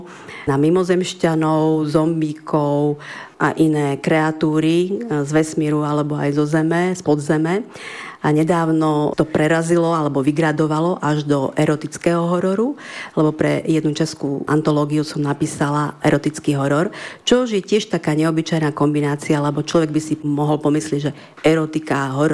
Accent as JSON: {"language": "Slovak", "town": "Košice", "region": "Košice Region", "country": "Slovakia", "tie": "born there", "moved": "as an adult", "lives_now": "Humenné, Slovakia", "said": "som sa narodila v Košiciach. Tam som aj vyštudovala. A vlastne som sa tiež priženila do Humenného. Aj keď moje polovičné korene pochádzajú z Humenného, otec je odtiaľto, tu sa narodil."}